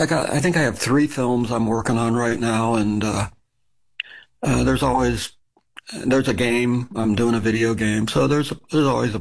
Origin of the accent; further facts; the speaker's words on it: Akron, Ohio, United States; when we grew up in Akron, Ohio.